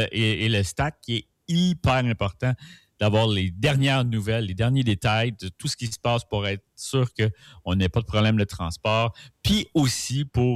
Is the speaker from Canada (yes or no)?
yes; Trois-Rivières, Quebec, Canada; born there; quand je suis né